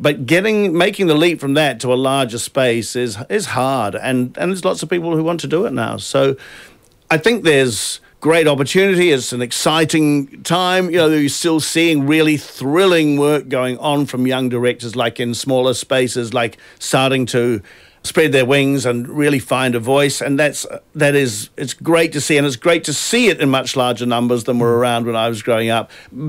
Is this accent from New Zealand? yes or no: yes; New Zealand; born or raised there